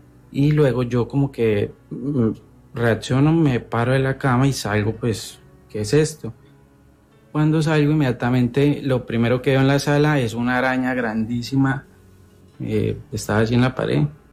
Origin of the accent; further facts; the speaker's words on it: Tolima, Colombia; en mi caso yo soy del Tolima y justamente el domingo 9 de agosto viajé a Cali por una cita médica